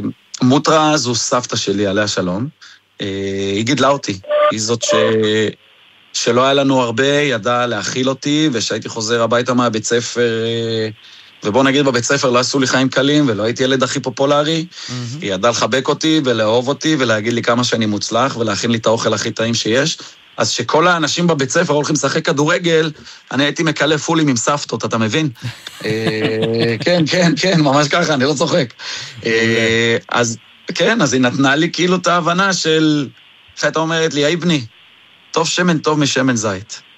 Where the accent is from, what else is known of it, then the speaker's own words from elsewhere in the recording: Jerusalem, Jerusalem District, Israel; אנחנו ירושלמים